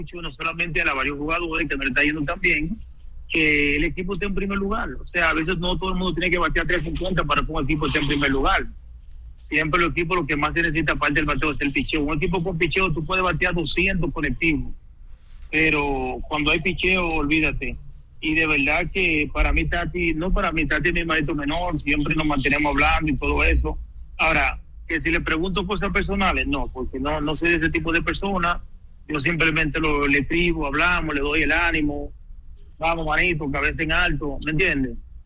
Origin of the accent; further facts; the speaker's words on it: Dominican Republic; Soy dominicano